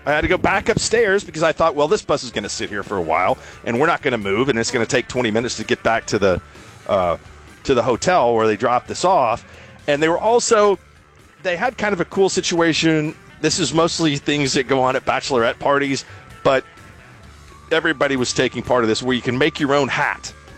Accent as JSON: {"language": "English", "town": "Oklahoma City", "region": "Oklahoma", "country": "United States", "said": "And the guy looks at me and goes, where are you from? I said, Oklahoma City."}